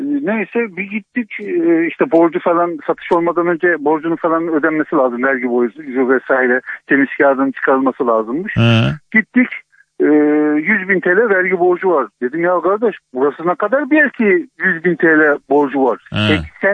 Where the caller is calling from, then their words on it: Amasya, Turkey; ben Karslı değilim, ben Amasyalıyım.